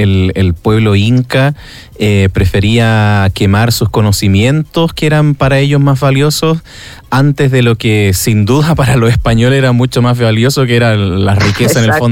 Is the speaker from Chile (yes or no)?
yes; Los Vilos, Coquimbo, Chile; nosotros quienes somos de acá de Los Vilos